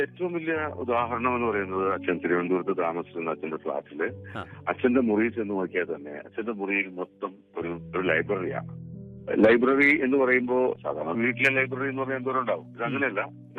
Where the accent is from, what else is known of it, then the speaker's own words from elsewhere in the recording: Ernakulam, Kerala, India; എറണാകുളത്ത് ഞാൻ ജനിച്ചു വളർന്ന ആ സ്ഥലത്തുള്ള